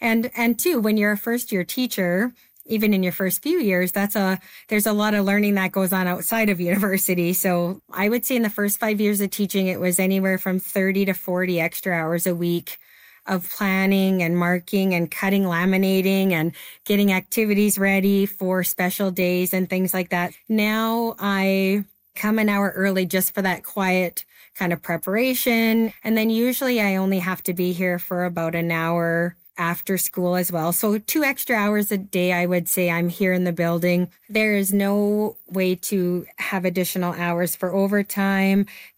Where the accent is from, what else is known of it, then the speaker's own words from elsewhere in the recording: Lethbridge, Alberta, Canada; I am from Lethbridge, Alberta.